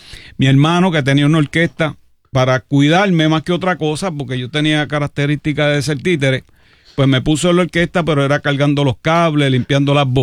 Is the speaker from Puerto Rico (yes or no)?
yes; Toa Baja, Puerto Rico; also born or lived in Cataño; Yo nací en Cataño. Okay. Pero siempre he dicho que soy de Tua Baja porque yo fui pequeñito a Tua Baja. O sea, yo me bañé en el Río La Plata, yo estudié en la Manuel Santiago y después estudié en la José Nevares Landrón, me gradué de la Dolfina Irizarry.